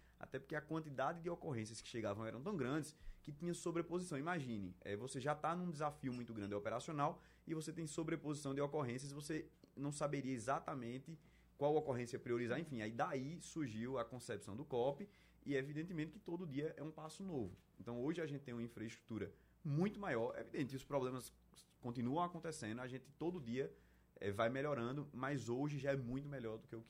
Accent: Recife, Pernambuco, Brazil; born there; eu nasci aqui em Recife, fui para o interior, voltei para estudar na universidade, estudava na Universidade Federal de Pernambuco

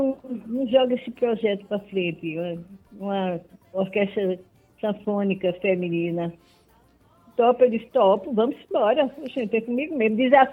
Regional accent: Salgueiro, Pernambuco, Brazil; now in Recife, Brazil; eu sou sertaneja, sou de Salgueiro.

